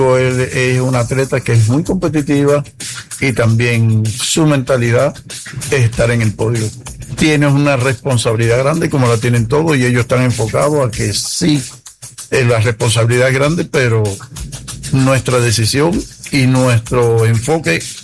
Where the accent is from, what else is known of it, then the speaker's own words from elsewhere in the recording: Cuba; now in El Salvador; Yo soy cubano, pero defiendo esa bandera como si fuera la mía, la que yo nací.